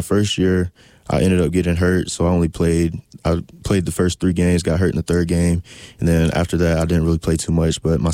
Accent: Tallapoosa, Georgia, United States; born there; moved away as an adult; I started playing football when I was 7 years old. Little rec team in my town, Tallapoosa Red Devils.

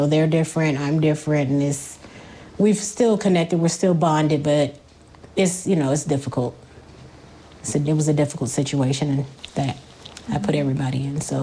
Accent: Roanoke, Virginia, United States; I grew up in Roanoke, Virginia.

